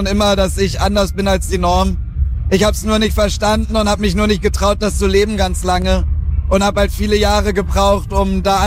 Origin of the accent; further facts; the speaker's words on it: Mecklenburg-Vorpommern, Germany; Ich bin im Dorf in MacPom aufgewachsen. Damals gab es noch kein Internet in meiner Jugend